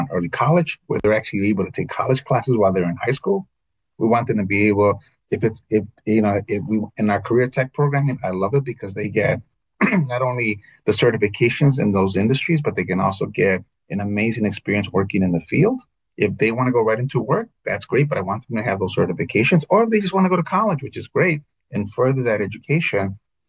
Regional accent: Illinois, United States

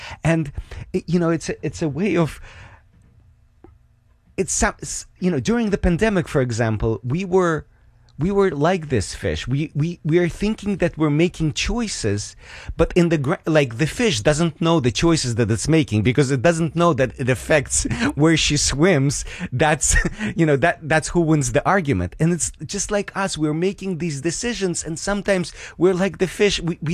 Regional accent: Ukraine; moved away; I'm from Ukraine originally

